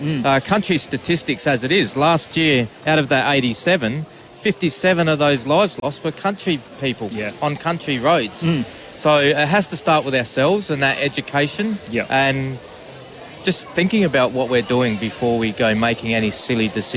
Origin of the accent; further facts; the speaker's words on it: South Australia, Australia; I grew up in the Riverland, so I'm a country lad, so I've been to plenty of field